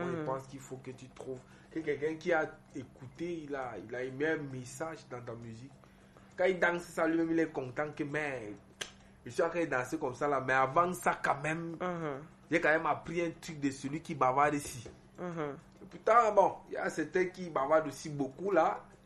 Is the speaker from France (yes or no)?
no; Cameroon; Parce que nous sommes camerounais.